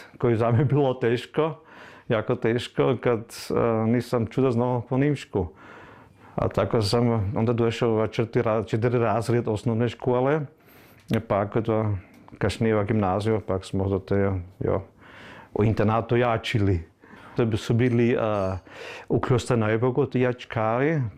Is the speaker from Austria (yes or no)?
yes; Burgenland, Austria; accent: Burgenland Croatian; first language Burgenland Croatian; Kako dugo ćemo mi još govoriti hrvatski kod nas u Gradišću.